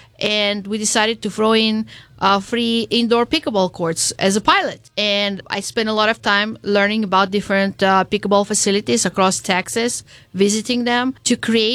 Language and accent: English; Tajikistan; now in Rio Grande Valley, United States; I grew up in Tajikistan, which is right above Afghanistan next to China.